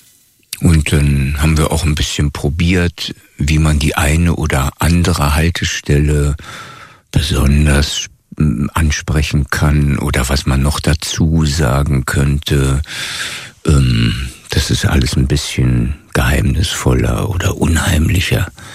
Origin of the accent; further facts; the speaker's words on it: Wittenberge, Brandenburg, Germany; Also ich bin gebürtig aus Wittenberge, das ist Westprignitz im Land Brandenburg an der Elbe.